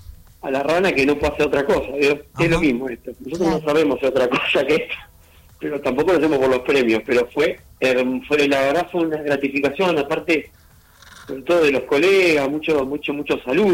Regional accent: Argentina

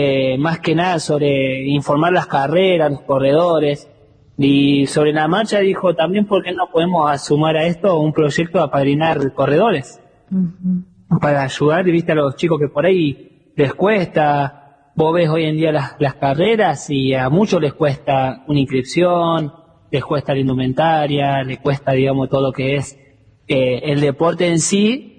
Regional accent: Córdoba, Argentina; Después está Mikey de Salta, como yo soy de Córdoba

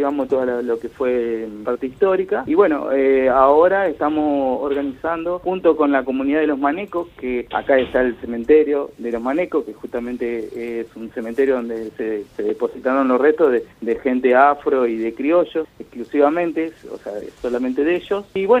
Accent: Ingeniero Sajaroff, Entre Ríos, Argentina; y nosotros estamos a 1 kilómetro ahí de la ruta 130. La historia de nuestro pueblo es particular porque es colonia judía, pero digamos pertenecemos al circuito de las colonias judías del centro de Entre Ríos

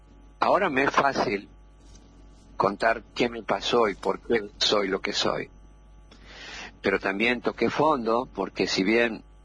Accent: Argentina; somos argentinos

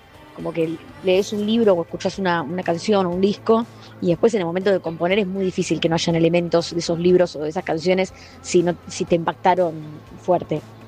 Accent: Córdoba, Argentina; born there; moved away; yo pasé la mitad de mi infancia en Córdoba y tengo ahí como un apego.

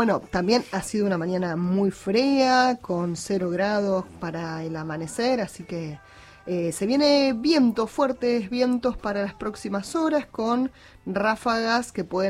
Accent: Paraguay; Vos bien lo dijiste hace un rato, somos todos paraguayos.

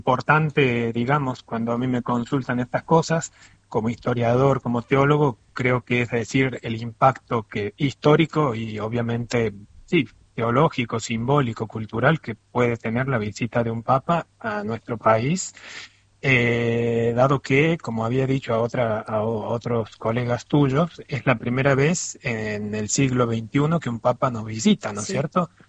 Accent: Córdoba, Argentina; now in Italy; Soy cordobés y no sé si se siente

